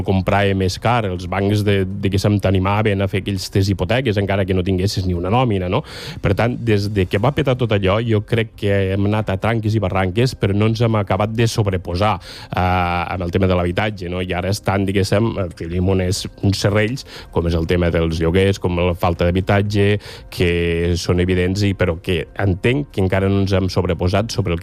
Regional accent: Balaguer, Catalonia, Spain; Balaguer, que és el meu poble

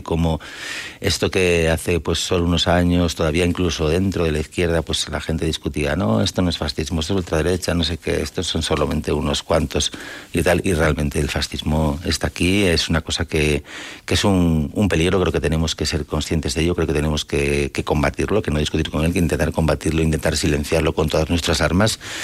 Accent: Asturias, Spain; Pues hace poco más de una semana hubo en Ubión, Asturias, de donde vengo yo, pues una agresión fascista

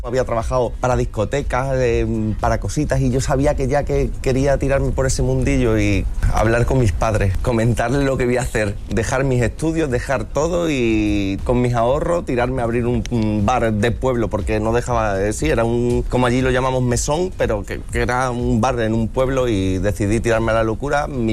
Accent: Extremadura, Spain; now in Madrid, Spain; El traer el producto de mi tierra, el cómo posible en mostrarlo a Madrid

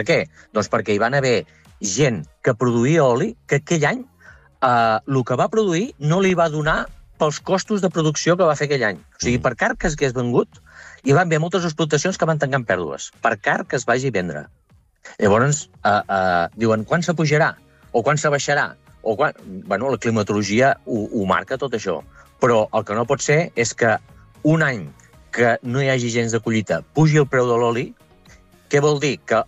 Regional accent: La Bisbal del Penedès, Catalonia, Spain; De la Bisbal del Penedès.

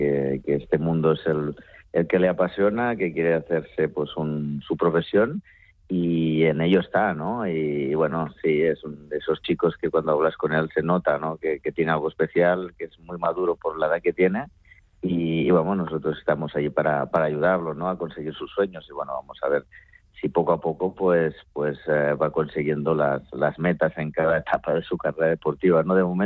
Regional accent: Lleida, Catalonia, Spain; born there; Yo nací en Lérida

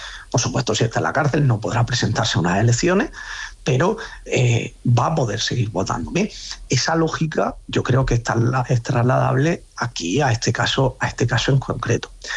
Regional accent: Spain; Pero serían los que somos españoles de padre o madre

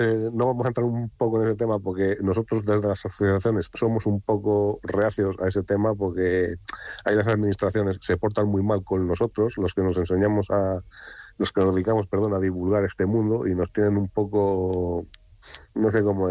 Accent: Montemayor de Pililla, Castile and León, Spain; de que venga gente a mi pueblo, a nuestro pueblo, a conocer nuestro pueblo.

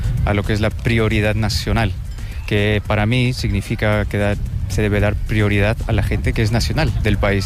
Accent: Germany; Spanish is a second language; Soy mitad ecuatoriano, mitad alemán.

